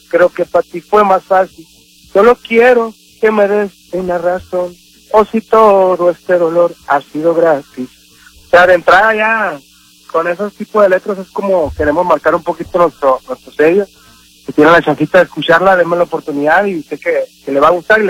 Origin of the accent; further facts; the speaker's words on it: Hermosillo, Sonora, Mexico; yo soy de aquí de Hermosillo